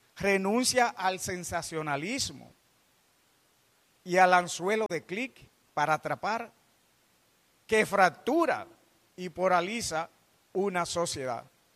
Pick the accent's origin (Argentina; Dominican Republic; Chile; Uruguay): Dominican Republic; quiero hacerle un llamado a que como dominicanos asumamos un compromiso ético